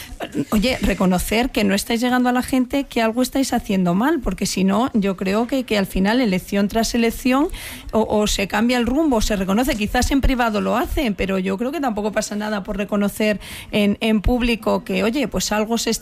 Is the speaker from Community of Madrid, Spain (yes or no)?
no; Castilla-La Mancha, Spain; pero yo que soy castellano manchega